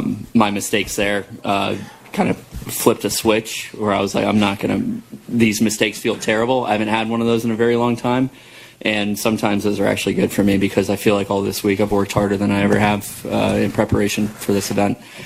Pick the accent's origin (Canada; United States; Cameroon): United States; Being the Freedom 250 as an American is something very special.